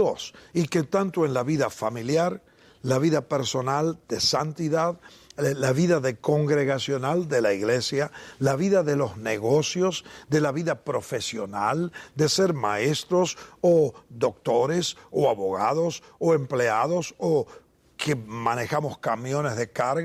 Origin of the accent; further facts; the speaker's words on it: Argentina; born there; Como muchos de ustedes saben, nací en la República Argentina, un país que tenía un estudio religioso y una conducta religiosa un poco extraña cuando yo era niño.